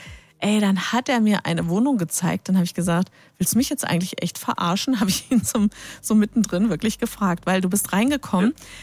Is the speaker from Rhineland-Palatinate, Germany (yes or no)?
yes; Speyer, Rhineland-Palatinate, Germany; Ich komme ja aus Speyer